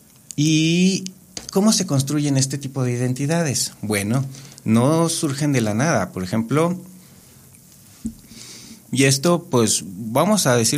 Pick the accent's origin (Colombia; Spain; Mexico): Mexico